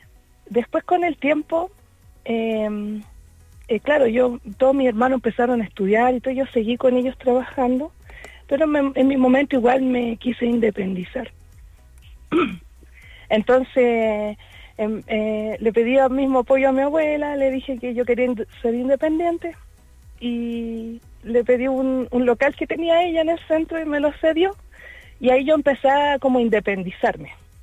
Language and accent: Spanish; Calama, Antofagasta, Chile; yo soy oriunda de Calama.